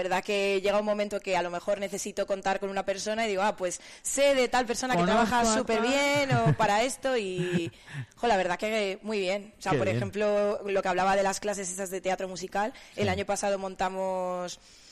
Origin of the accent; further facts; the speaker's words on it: Alcalá de Henares, Community of Madrid, Spain; moved away as an adult; also born or lived in Granada; now in Soria, Spain; Empecé en Alcalá de Henares, en Madrid, donde me he criado prácticamente